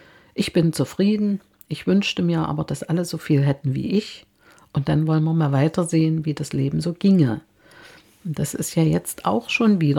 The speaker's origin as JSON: {"language": "German", "region": "East Germany", "country": "Germany", "said": "Ich wusste, wo ich herkomme. Mein Großvater war Kommunist. Meine Mutter ist dann in die Partei gegangen, mein Vater auch. Und ja, also ich habe eine schöne Zeit in der DDR erlebt."}